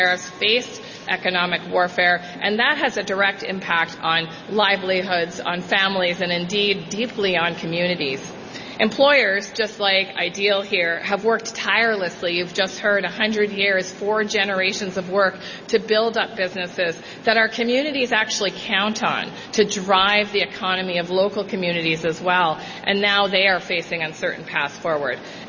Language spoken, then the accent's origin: English; Ontario, Canada